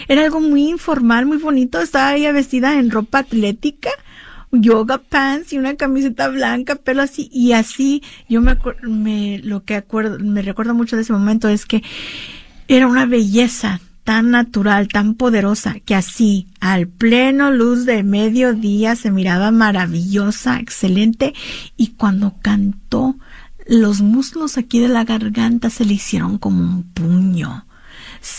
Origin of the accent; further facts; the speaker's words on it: California, United States; born there; esa identidad que tenemos nosotras como chicanas aquí en California, pero para mí es una hermana teja, los tejanos son mis hermanos, porque somos nacidos aquí